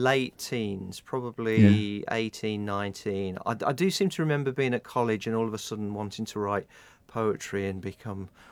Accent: Halesowen, West Midlands, United Kingdom; So, a black country lad. So I grew up in Howells Owen.

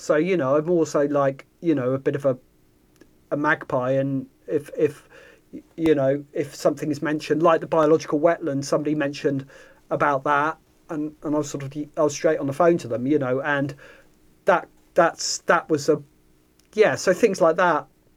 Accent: Southampton, South East England, United Kingdom; going into the New Forest, because I come from Southampton

